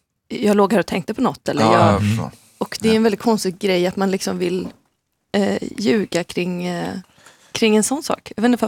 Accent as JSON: {"language": "Swedish", "town": "Gothenburg", "region": "Västra Götaland County", "country": "Sweden", "tie": "born or raised there", "said": "Jag är liksom uppvuxen här i Göteborg och spenderade somrarna ute på Hälsö, Göteborgs norra skärgård."}